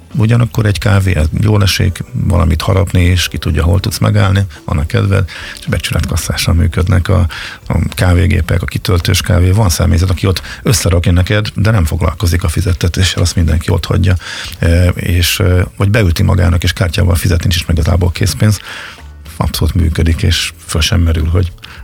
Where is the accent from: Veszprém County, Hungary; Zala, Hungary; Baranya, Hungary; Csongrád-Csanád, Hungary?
Zala, Hungary; Zalaegerszeg; ez a Zalaegerszegen nőttem föl, és onnantól kezdve volt ez egy nagy vágy